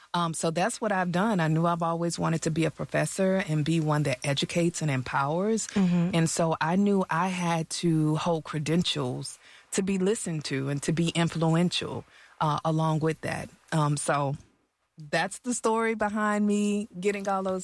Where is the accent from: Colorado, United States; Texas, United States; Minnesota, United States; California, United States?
Texas, United States; I was that homegirl from Harm Clark, Texas, where I grew up.